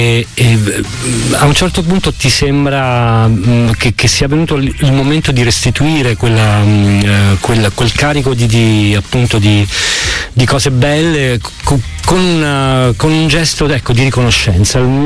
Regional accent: Naples, Campania, Italy; da napoletano prima o poi ti non scappi.

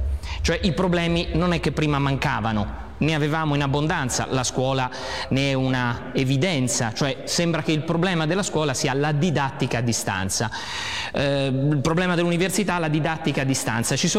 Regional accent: Umbria, Italy; Vengo dall'Umbria

